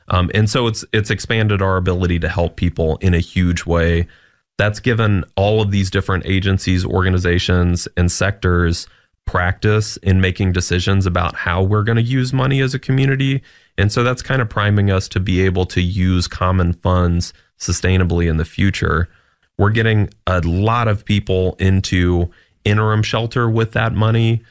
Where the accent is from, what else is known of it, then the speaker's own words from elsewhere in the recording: Clarksville, Tennessee, United States; This is my hometown